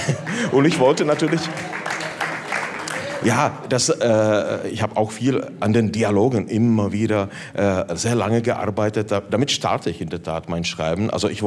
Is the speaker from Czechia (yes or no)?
yes; northeastern Bohemia, Czechia; Also als Tscheche, ich komme eben aus Nordostböhmen, dann spreche ich natürlich ja nicht nur Tschechisch und Deutsch, aber auch einigermaßen sehr, sehr gut Polnisch. Dazu noch kommt das Slowakische.